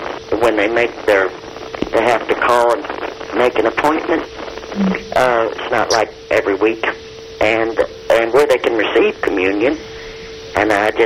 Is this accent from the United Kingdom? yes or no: no; Louisville, Kentucky, United States; I'm from Louisville, Kentucky.